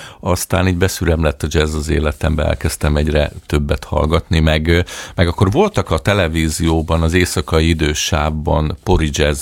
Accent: Pécs, Baranya, Hungary; én Pécset nőttem fel, és a Lővei Klára gimnáziumban érettségiztem.

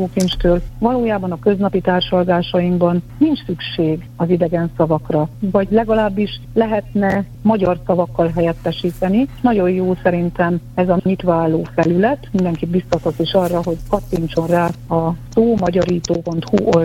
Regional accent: Hungary

